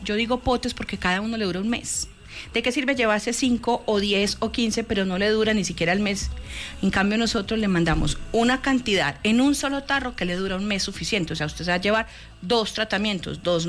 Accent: Colombia; Pero seguimos insistiendo en que todos somos colombianos, todos.

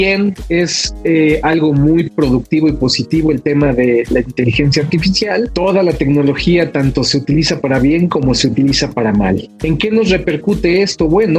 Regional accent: Mexico

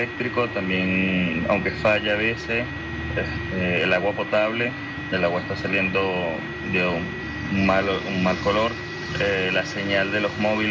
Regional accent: La Guaira, Venezuela; moved away as an adult; now in Galdakao, Spain; yo nací en La Guaira, tengo toda mi familia acá. Trabajé como paramédico de los 19 años hasta hace 8 años que me fui a España. Ya tengo la nacionalidad española.

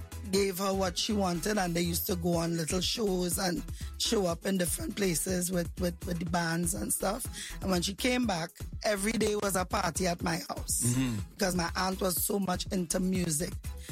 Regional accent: Carenage, Trinidad & Tobago; born there; I was born in Point Kumana, Carnage.

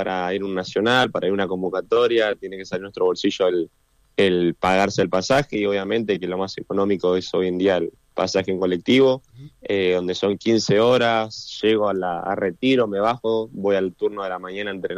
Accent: Neuquén, Argentina; also born or lived in Plotier; now in Corrientes, Argentina; Mencionando Neuquén, bueno, nací en Plotier. Uh-huh. Toda mi vida la hice en Neuquén. Tomé la decisión en 2023 venirme para Corrientes.

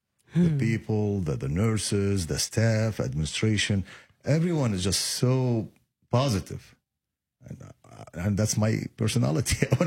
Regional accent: Lebanon; also born or lived in Chicago / Springfield; now in Decatur, United States; Born and raised in Lebanon, and then from there came to Chicago.

